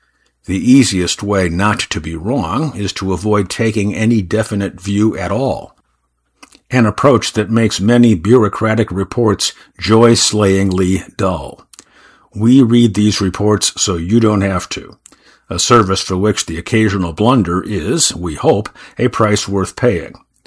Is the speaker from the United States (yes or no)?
no; United Kingdom; Remember, we're British.